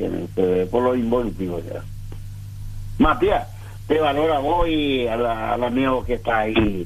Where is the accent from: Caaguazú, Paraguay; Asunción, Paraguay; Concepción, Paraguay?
Concepción, Paraguay; moved away; Yo soy concepcionero, hijo de un alcalde.